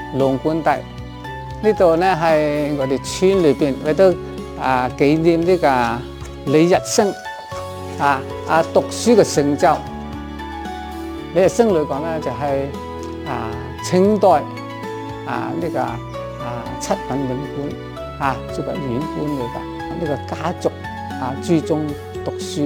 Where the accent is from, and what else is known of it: Hong Kong